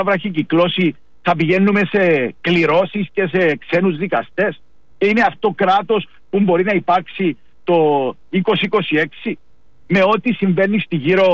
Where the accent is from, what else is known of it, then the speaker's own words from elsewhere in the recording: Cyprus; also born or lived in Greece; Είμαι από τους Κύπριους που μόνο ευγνωμοσύνη νιώθει για την Ελλάδα. Έχω σπουδάσει στην Ελλάδα, έχω ευεργετηθεί από την παιδεία της